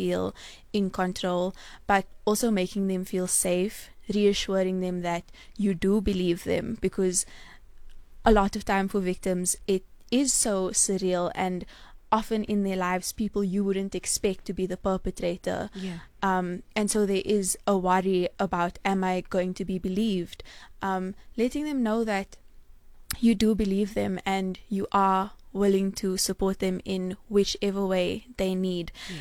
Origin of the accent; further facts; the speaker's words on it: South Africa; But the other side of it is that as South African women, we do become quite numb to these things.